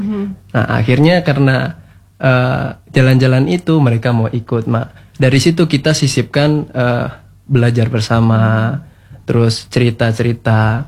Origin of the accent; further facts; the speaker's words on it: West Sumatra, Indonesia; now in Sumba, Indonesia; saya dari Sumatera Barat.